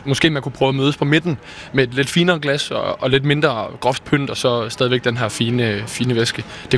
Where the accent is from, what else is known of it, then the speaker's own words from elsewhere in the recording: Kolding, Region of Southern Denmark, Denmark; Min dialekt kan måske afsløre, at jeg er fra Kolding.